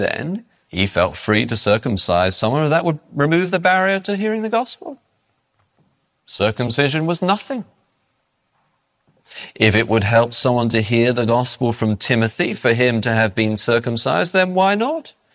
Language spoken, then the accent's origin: English; England, United Kingdom; you have to remember that I am an English Baptist. I'm going to tell you this story so you understand where I'm coming from in terms of my culture.